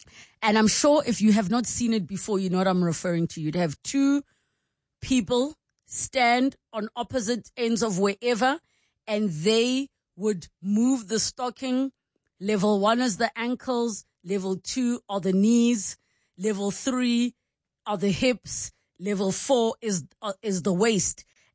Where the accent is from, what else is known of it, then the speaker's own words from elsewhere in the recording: Gauteng, South Africa; Mama ke Motswana, Papa ke Mopedi. Mama is the Gauteng one. And we grew up in Gauteng, so the Kasi one, and Papa is the one who called Limpopo. But then I identify with Bopantsola.